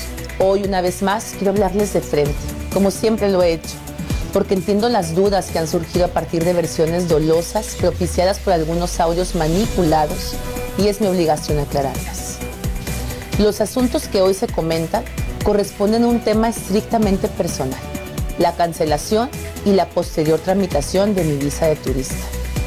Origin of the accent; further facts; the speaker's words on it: Mexico; Como mujer mexicana y como gobernadora, siempre defenderé nuestra soberanía.